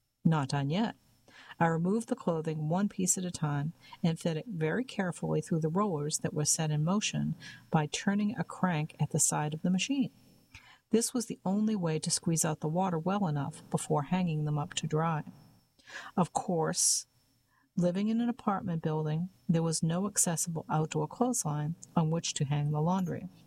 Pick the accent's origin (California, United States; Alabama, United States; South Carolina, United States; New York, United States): New York, United States; Mount Vernon; were referred to in our neighborhood in Mount Vernon, New York, as the Irish twins